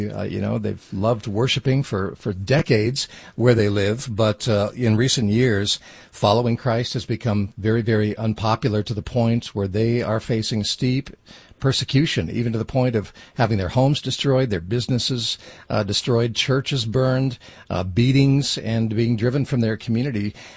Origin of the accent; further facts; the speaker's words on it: Detroit, Michigan, United States; We've actually got a threefer on that because I grew up in the Detroit area as well.